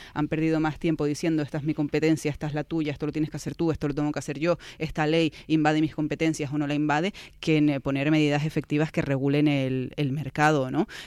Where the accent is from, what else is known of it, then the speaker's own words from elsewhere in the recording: Spain; Es algo que yo desde luego que no quiero volver a ver en mi país.